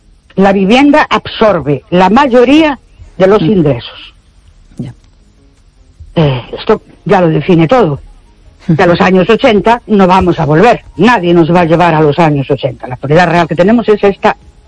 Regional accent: Ourense, Galicia, Spain; Buenas noches … de Orense.

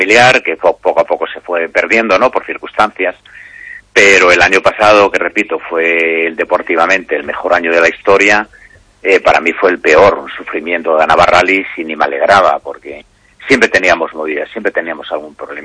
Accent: Asturias, Spain; also born or lived in Galicia; No, que va, yo soy asturiano. Claro, yo le llevo toda la vida en Galicia, pero bueno, yo soy...

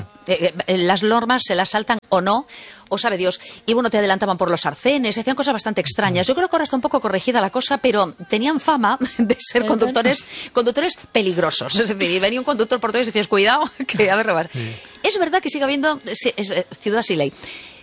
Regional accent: Spain; somos españoles y españolas

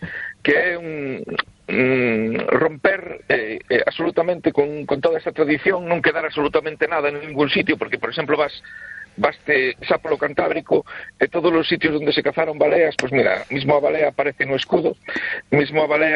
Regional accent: Cee, Galicia, Spain; now in A Coruña, Spain; con que levo 23 anos pescando aquí na Coruña, teño outro no meu pobo, que é Cé.

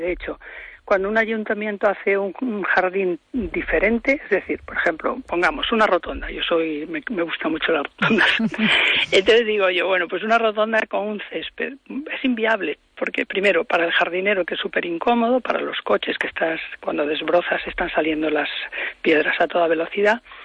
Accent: Galicia, Spain; nosotros como gallegos estamos acostumbrados a ver verde siempre

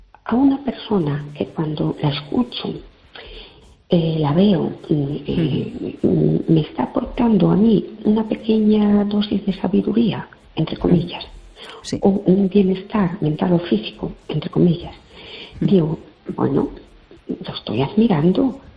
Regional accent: Jerez de la Frontera, Andalusia, Spain; Buenas noches … de Jerez, ¿qué tal?

